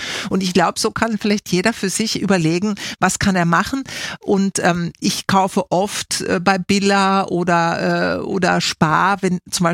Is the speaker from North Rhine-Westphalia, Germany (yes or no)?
yes; Bielefeld, North Rhine-Westphalia, Germany; war ich in meiner Heimatstadt Bielefeld, wo ich geboren bin und zur Schule gegangen bin